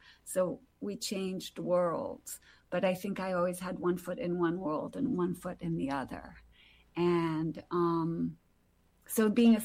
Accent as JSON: {"language": "English", "country": "Brazil", "tie": "born or raised there", "said": "I think growing up in Brazil, which is a country full of inequalities"}